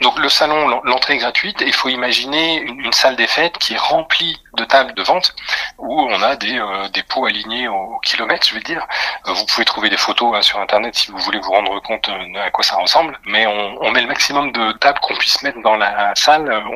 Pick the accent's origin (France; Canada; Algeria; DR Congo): France